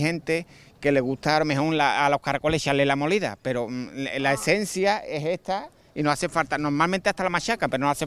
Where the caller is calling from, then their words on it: Seville, Andalusia, Spain; nosotros somos de Sevilla, de Sevilla capital.